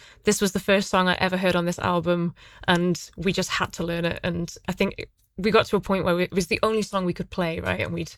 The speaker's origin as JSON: {"language": "English", "region": "North East England", "country": "United Kingdom", "said": "I'm from the Northeast, so this isn't something that I've actually done because I don't have a death wish."}